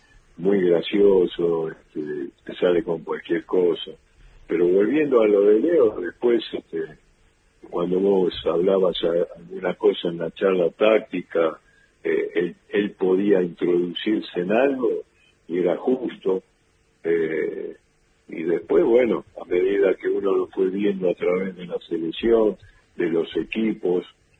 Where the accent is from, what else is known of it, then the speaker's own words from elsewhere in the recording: Buenos Aires, Argentina; me dicen que soy de la provincia. Claro. Siempre me dicen, bueno, vos no podés ser de Capital. Vos sos de Capital